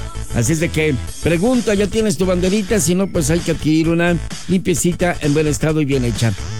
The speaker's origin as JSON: {"language": "Spanish", "country": "Mexico", "said": "para reconocernos como mexicanos"}